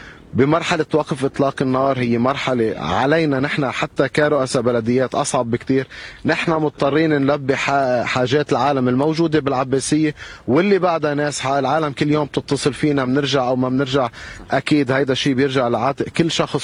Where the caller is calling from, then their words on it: Abbasiyeh, South Governorate, Lebanon; عنا نحن العباسية